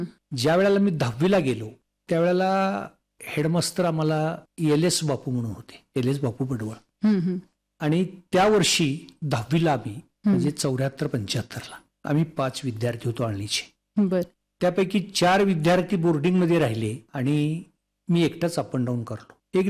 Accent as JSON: {"language": "Marathi", "town": "Alani", "region": "Maharashtra", "country": "India", "tie": "born or raised there", "also_born_or_lived": "Upla", "said": "माझं सगळं बालपणीचं शिक्षण आळणी या गावात झालं. तसं आमचं शेतकरी कुटुंब, वारकरी कुटुंब, आणि त्या कुटुंबामध्ये 3 नंबरला माझा जन्म झाला."}